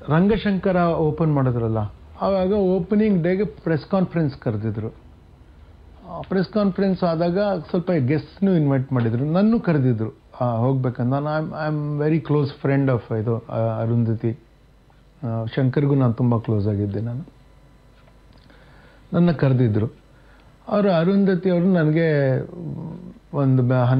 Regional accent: Karnataka, India; accent: Kannada; ನನ್ನ ಕನ್ನಡ ಆ್ಯಕ್ಸೆಂಟಲ್ಲಿ ಇಂಗ್ಲೀಷ್ ಮಾತಾಡ್ತೀನಿ ನಾನು

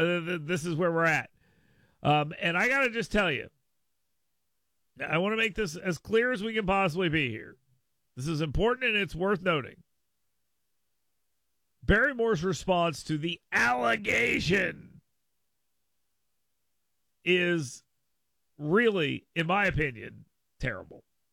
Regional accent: Fort Rucker, Alabama, United States; I grew up in Fort Rucker right here in my district.

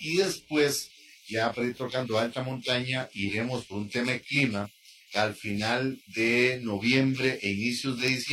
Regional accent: San Antonio, Costa Rica; San Antonio, mi pueblo

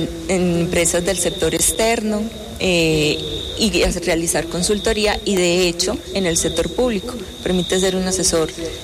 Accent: Pereira, Risaralda, Colombia

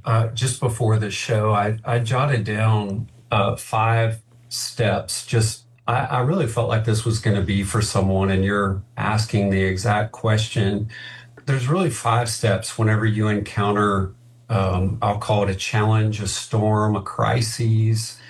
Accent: Louisiana, United States; I grew up in South Louisiana, where we do not stand and face hurricanes.

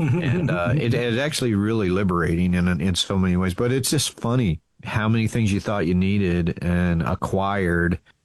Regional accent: the South, United States; because growing up in the South, around here, it's hard to get a good biscuit.

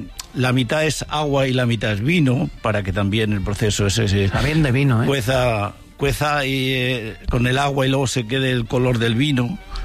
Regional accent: Mora, Castilla-La Mancha, Spain; Sí, yo soy de una zona de Toledo, cerca de toda la zona de Aranjuez, y bueno, yo soy de Mora, de Toledo exactamente

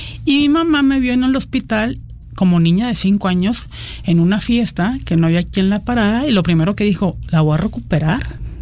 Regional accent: Mexicali, Baja California, Mexico; Yo soy de Mexicali y yo no sé cómo lo hicieron mis amigas.

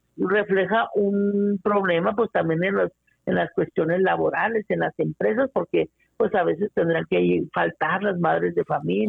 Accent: Chihuahua, Mexico; los chihuahuenses

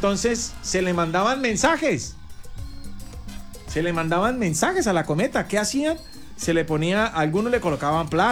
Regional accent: Rivera, Huila, Colombia; moved away; Cuando yo vivía en mi pueblo en Rivera, por el sector de mi casa, para los oyentes de Rivera, sí. Yo soy del barrio Julián Fierro.

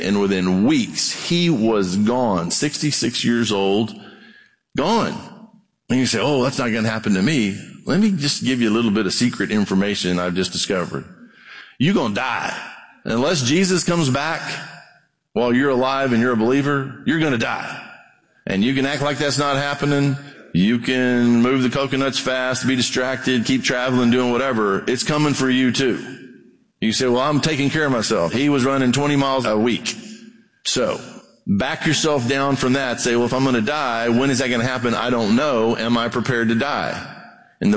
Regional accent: Brazil; I grew up in Brazil, mission field.

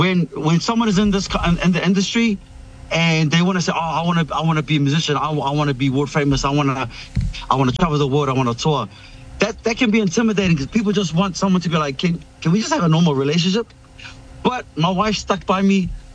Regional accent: Niue; now in New Zealand; As a young teenager in New Air and growing up in New Air and having a family band

